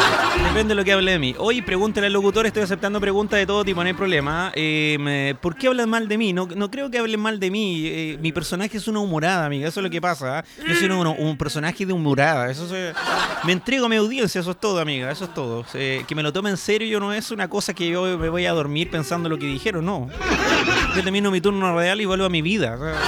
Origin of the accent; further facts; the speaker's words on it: Valdivia, Los Ríos, Chile; moved away; Yo soy de Valdivia, amigo. No soy de acá.